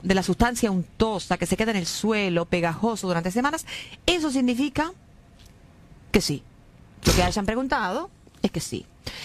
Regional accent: Argentina; moved away; yo soy argentina, no soy asturiana.

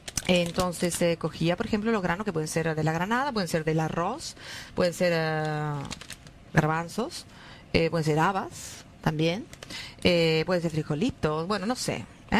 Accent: Argentina; moved away; yo soy argentina, no soy asturiana.

